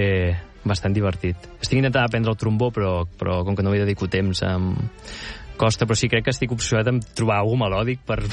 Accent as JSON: {"language": "Catalan", "town": "Mataró", "region": "Catalonia", "country": "Spain", "lives_now": "Barcelona, Spain", "said": "De dir, no, jo no vull ser de Barcelona, jo vull ser de Mataró. Ara sóc oficialment de Barcelona. Sóc de Sants, diríem."}